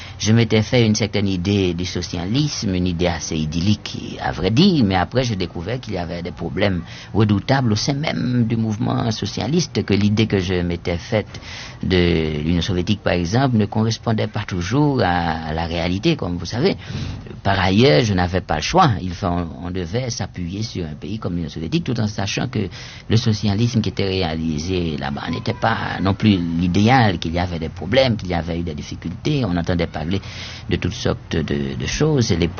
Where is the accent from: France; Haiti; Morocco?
Haiti; born or raised there